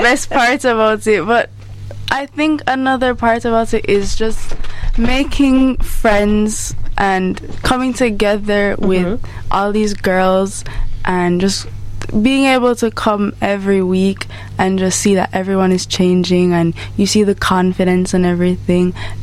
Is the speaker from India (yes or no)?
no; Trinidad & Tobago; I'm half Trini. So I'm also from Trinidad and Tobago. Mm-hmm. So I'm half Jamaican, half Trini.